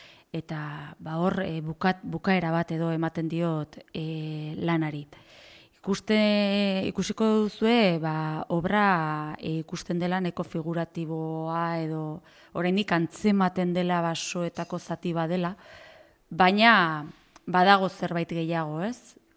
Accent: Irun, Basque Country, Spain; now in Oiartzun, Spain; ni artista margolari irundarra naiz, egun Oiartzunen bizi naiz, baserri batean

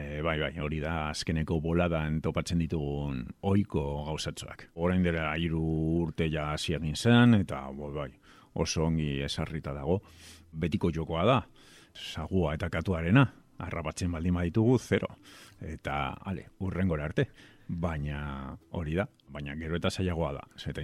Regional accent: Portugalete, Basque Country, Spain; born there; also born or lived in Vitoria-Gasteiz / Germany; 45 urte ditut, Portugaleten, Bizkaian jaio nintzen, eta, orain dela urte asko ez naiz berton bizitzen, Gasteizen bizitzen nintzen, gero Alemanian

